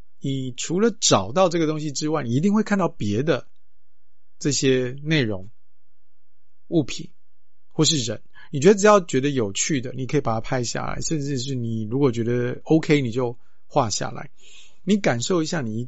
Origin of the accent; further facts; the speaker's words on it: Taipei, Taiwan; 我是台北出生长大，对我来讲桃园已经陌生了，竹苗就更不用提了